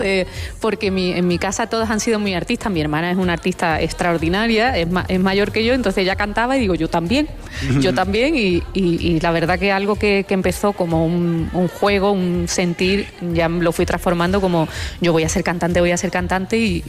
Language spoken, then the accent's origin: Spanish; Andalusia, Spain; accent: Andalusian; porque además yo soy andaluza y cuando aprieto el acento, pero...